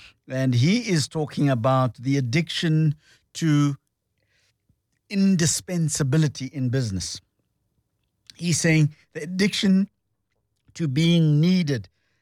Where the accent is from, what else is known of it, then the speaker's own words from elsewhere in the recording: South Africa; Now, if me as a South African, you know, I'm talking about this stuff almost every day.